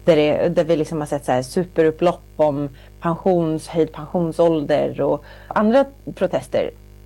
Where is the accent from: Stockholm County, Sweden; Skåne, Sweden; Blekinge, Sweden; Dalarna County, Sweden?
Stockholm County, Sweden; Stockholm; Jag kommer från Stockholm